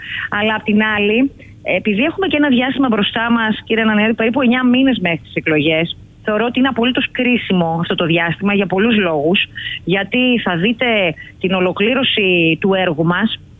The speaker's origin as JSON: {"language": "Greek", "town": "Grevena", "region": "Western Macedonia", "country": "Greece", "tie": "born or raised there", "also_born_or_lived": "Thessaloniki", "said": "Είναι το χωριό μου και πιστέψτε με ότι κάθε φορά που έφευγα από την Αθήνα για να πάω στο χωριό μου στα Γρεβενά."}